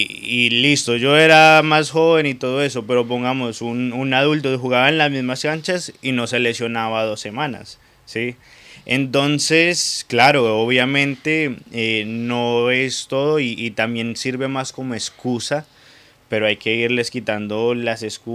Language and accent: Spanish; Colombia; a ver, yo vengo de Colombia, ¿sí?